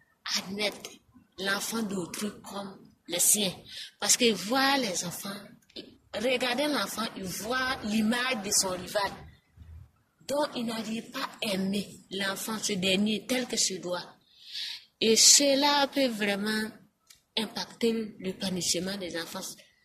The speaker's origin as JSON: {"language": "French", "country": "Burkina Faso", "said": "Chez nous au Burkina Faso, surtout en Afrique."}